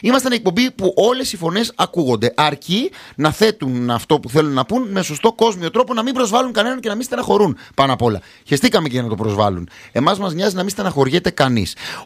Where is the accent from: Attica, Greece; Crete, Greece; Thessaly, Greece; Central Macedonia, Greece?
Attica, Greece; Methana; moved away; σε έναν πολύ όμορφο τόπο που και εγώ έχω περάσει τα παιδικά μου χρόνια, εκεί στα Μέθαινα